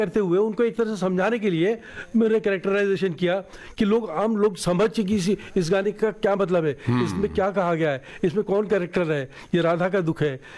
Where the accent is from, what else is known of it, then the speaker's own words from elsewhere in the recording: Jaipur, Rajasthan, India; हिंदी का लिमिटेड उसमें सब कुछ था। जयपुर मेरे लिए पूरा खुला मंच था